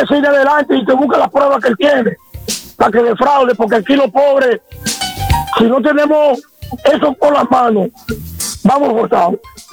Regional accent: Baní, Peravia, Dominican Republic; nosotros aquí, llanamente aquí en el pueblo, que somos de aquí de Baní

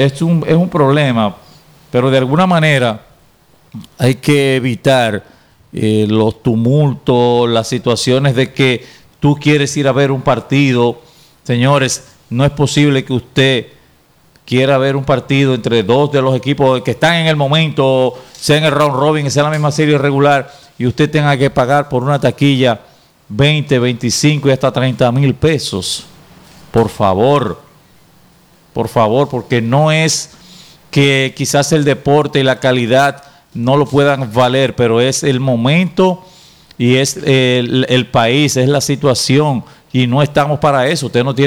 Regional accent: Dominican Republic; así somos los dominicanos

